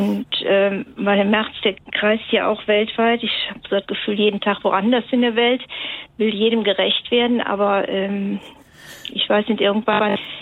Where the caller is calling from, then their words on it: North Rhine-Westphalia, Germany; ich bin jetzt keine gebürtige Sauerländerin, muss ich sagen. Ich meine, obwohl ich früher viel im Sauerland mit dem Fahrrad unterwegs war, aber ich bin halt notgedrungen hier gelandet.